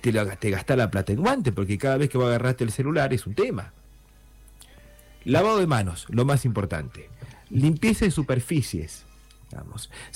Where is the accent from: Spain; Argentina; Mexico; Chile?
Argentina; parece que no aprendemos como buenos argentinos y argentinas